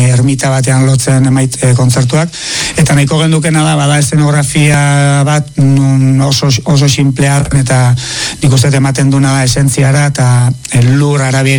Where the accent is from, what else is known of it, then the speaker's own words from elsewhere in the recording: Tolosa, Basque Country, Spain; ni Tolosarra naiz, Tolosan baditugu bi